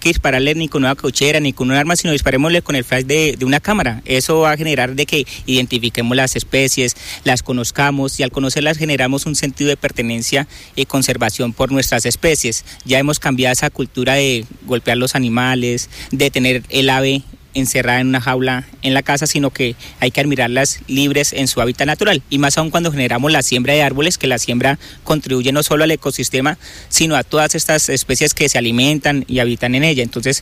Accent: Meta, Colombia

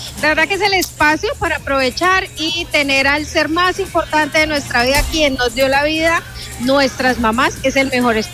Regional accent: Villavicencio, Meta, Colombia; yo soy de Villavicencio

